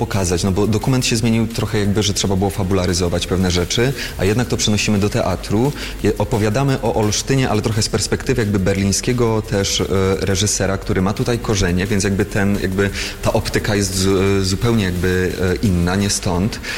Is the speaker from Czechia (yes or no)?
yes; Český Těšín, Moravian-Silesian Region, Czechia; Ja pochodzę z czeskiego Cieszyna, z Zaolzia, czyli mniejszość polska narodowa na Zaolziu